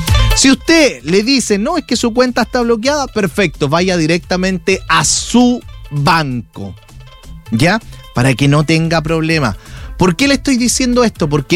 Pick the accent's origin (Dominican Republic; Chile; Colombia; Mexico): Chile; los cuales nosotros, como chilenos y como personas, tenemos que prevenir.